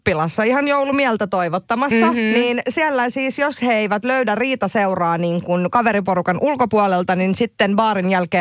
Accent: Tavastia, Finland; mähän oon Hämeestä.

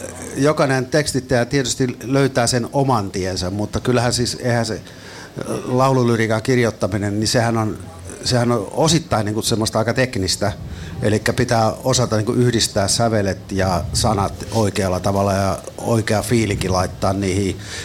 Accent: Ostrobothnia, Finland; mäkin olen Pohjanmaalta kotoisin, niin mä oon jäyhä pohjalainen

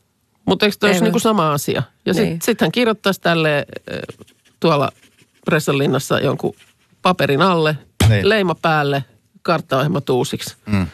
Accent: Lahti, Päijät-Häme, Finland; Mä oon siis elänyt lapsuuteni Lahdessa Vesijärven rannalla.

